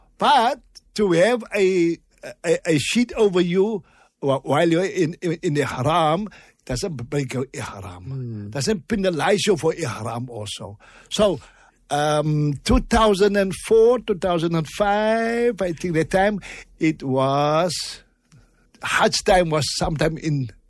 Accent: Cape Town, Western Cape, South Africa; Because we come from Cape Town, which is summer in December.

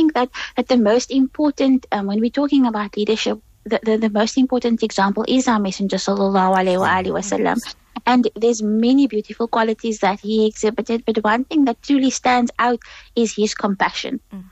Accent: South Africa; as Muslim youth that grew up for myself, I'm really like growing up in South Africa

